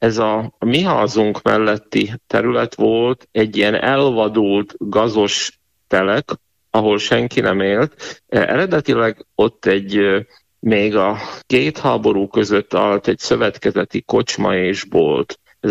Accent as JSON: {"language": "Hungarian", "region": "Banská Bystrica Region", "country": "Slovakia", "tie": "born or raised there", "said": "Én Batkalban nevelkedtem, ez egy viszonylag kis falucska Gömörben, pontosabban a Balog völgyében, egy 6-700 lakosú falu tulajdonképpen a 20. század egész időszakában a Rimaszombat és Tornaja közötti országút mentén."}